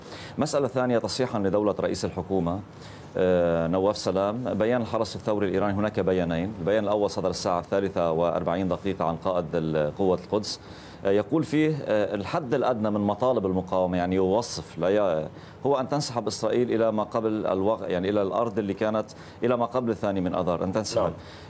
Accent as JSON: {"language": "Arabic", "town": "Houla", "region": "Nabatieh Governorate", "country": "Lebanon", "tie": "born or raised there", "said": "ولم يمنعني من الذهاب إلى حولة بلدتي."}